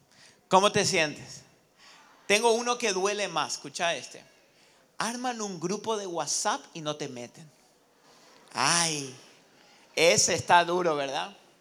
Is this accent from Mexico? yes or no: no; Argentina